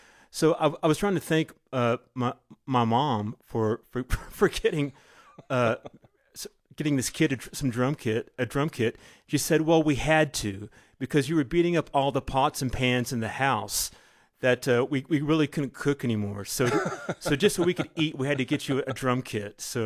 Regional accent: Fort Worth, Texas, United States; Teresa grew up in Austin. I grew up in Fort Worth.

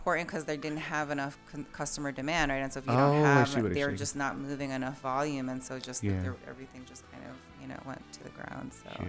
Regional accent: New York, United States; now in Austin, United States; I'm like from New York

